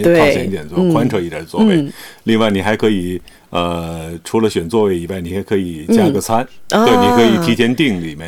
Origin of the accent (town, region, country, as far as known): China